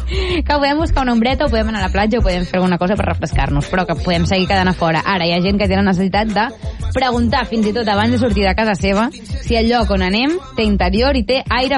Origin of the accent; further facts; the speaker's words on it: Blanes, Catalonia, Spain; soc de Blanes. Llavors, tota la meva adolescència l'he viscut a la platja